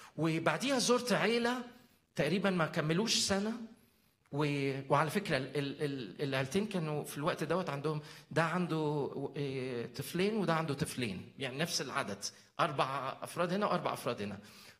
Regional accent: Egypt; moved away as an adult; أنا جاي من مصر كمان فريش

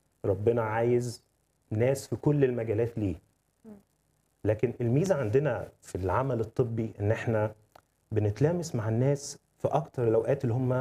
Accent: Egypt; إحنا لهجتنا وثقافتنا مفهومة في كل اللي حوالينا. ممكن في بعض اللهجات إحنا ما نفهمش بعض الكلمات، لكن هم فاهمين كل كلماتنا طبعا بسبب الميديا المصرية،

